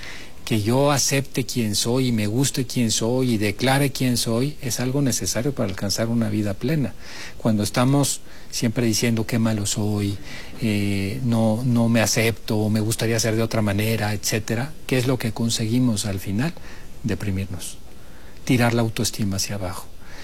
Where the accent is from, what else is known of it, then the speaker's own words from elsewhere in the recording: Mexico; Yo no soy uno más, yo soy mexicano. Estoy orgullosa de ser mexicano